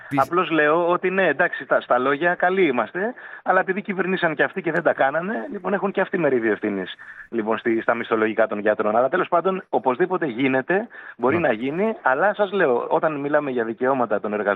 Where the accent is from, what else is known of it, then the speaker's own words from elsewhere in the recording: Kalamata, Peloponnese, Greece; moved away; Εγώ το νοσοκομείο της Καλαμάτας το ξέρω καλύτερα από το σπίτι μου. Γιατί έχω δουλέψει, γιατί είναι η πατρίδα μου, γιατί μένουν οι γονείς μου και η οικογένειά μου εκεί.